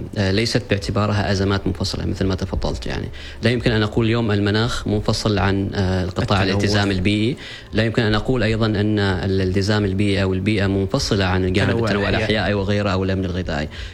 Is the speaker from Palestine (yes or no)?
no; Oman